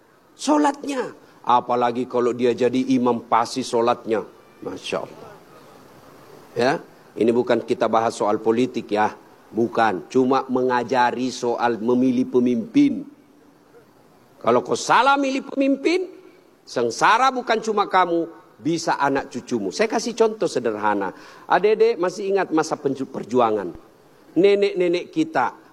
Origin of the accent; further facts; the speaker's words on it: South Sulawesi, Indonesia; Saya orang Bugis